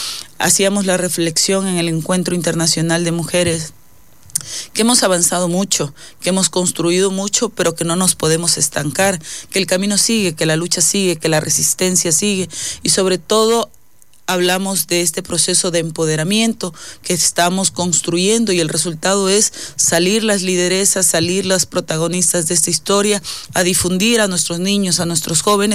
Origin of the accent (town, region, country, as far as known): Ecuador